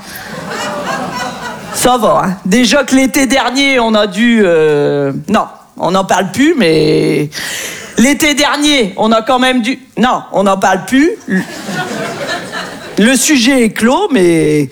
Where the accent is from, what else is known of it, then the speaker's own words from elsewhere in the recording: the north of France, France; moi je viens du nord de la France.